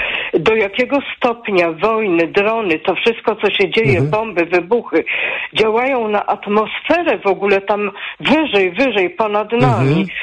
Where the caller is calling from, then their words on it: Kraków, Lesser Poland, Poland; ja jestem z Krakowa